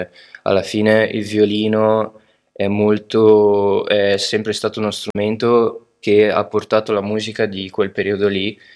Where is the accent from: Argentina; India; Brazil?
Brazil; moved away; io sono del Brasile